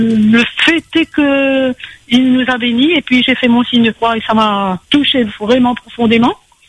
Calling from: Saint-Joseph, Réunion; je suis de Saint-Joseph.

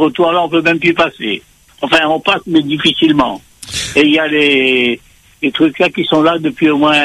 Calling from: Saint-Paul, Réunion; je suis à Saint-Paul, là, hein.

